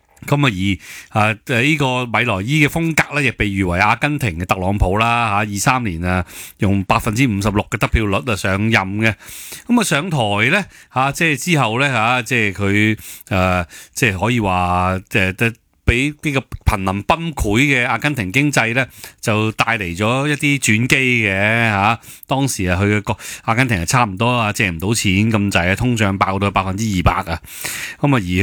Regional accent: Hong Kong; 我香港人聽到好驚嚇

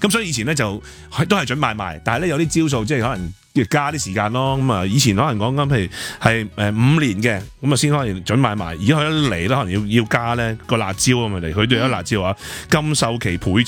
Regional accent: Hong Kong; 我哋香港人

